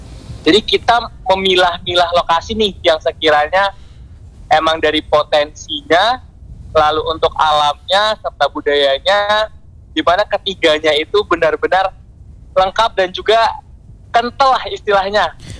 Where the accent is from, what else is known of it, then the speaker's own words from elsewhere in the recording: Medan, North Sumatra, Indonesia; moved away; Kalau saya sendiri asli Medan nih kakak.